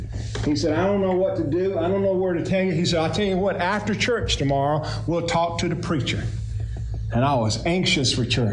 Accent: Eufaula, Alabama, United States; I grew up in Alabama. Don't start knocking Alabama, that's home to me. But I grew up in Alabama. Calvary Baptist Church, Eufaula, Alabama.

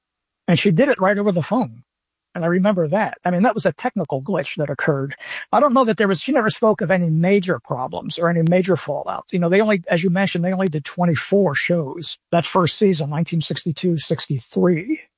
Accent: Philadelphia, Pennsylvania, United States; Now, we're both from South Philly. We're both born and raised in South Philadelphia.

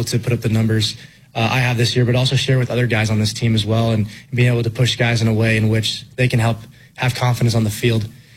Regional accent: Colorado, United States; So going down to Arizona, my parents just moved down there. So I'm still from Colorado, but they're like, oh, you're from Arizona now. I'm like, no, I'm not.

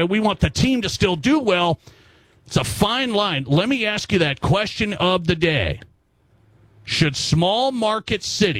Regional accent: Montana, United States; moved away; I better put in a call up there in my home state in Montana.

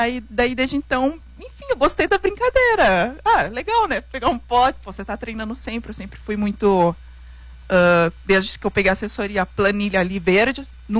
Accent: Porto Alegre, Rio Grande do Sul, Brazil; eu decidi fazer em Porto Alegre, que era, enfim, onde eu cresci, né?

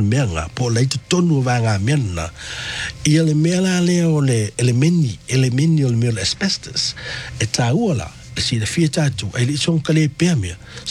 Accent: New Zealand; It's in our DNA as a Kiwi.

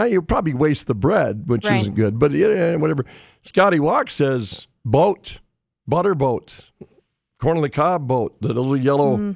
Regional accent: Williston, North Dakota, United States; my hometown of Williston, which I lived all my life.

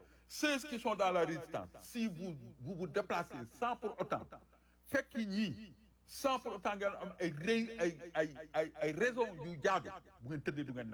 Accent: Senegal; En tant que Sénégalais

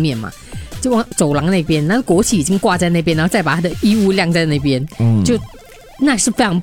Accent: Singapore; 因为我们是新加坡人，跟现在新加坡生日了。

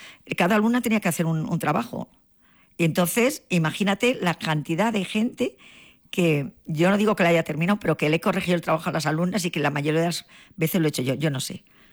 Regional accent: Tinajas, Castilla-La Mancha, Spain; now in Cuenca, Spain; Pues a mi pueblo lo adoro. O sea, Cuenca es la ciudad de adopción, como he dicho, pero mi pueblo son mis raíces y yo he sido una niña muy feliz, muy feliz.

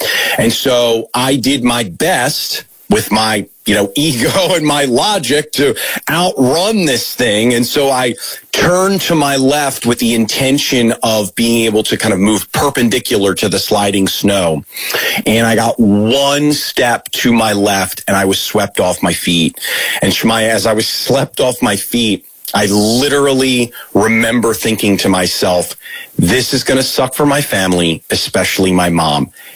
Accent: Baltimore, Maryland, United States; moved away as an adult; I'm originally from Baltimore, and I'd been living in the greater Denver and Boulder area of Colorado for about a year.

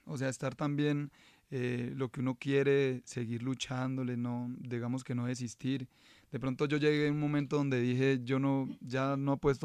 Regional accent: Pitalito, Huila, Colombia; moved away; la oportunidad estaba en Pitalito Huila, en mi tierra.

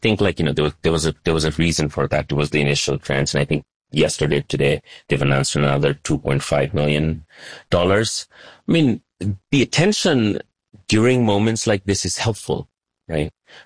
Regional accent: United States; I say this as a Nepali American, I'm an American citizen who was born and raised here.

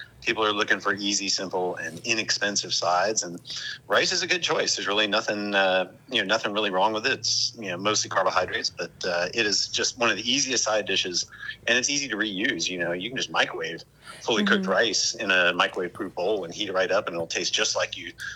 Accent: Jacksonville, Florida, United States; I grew up here in Jacksonville, Florida. You know, this is not truly the Deep South, but it's, you know, it's pretty cracker here.

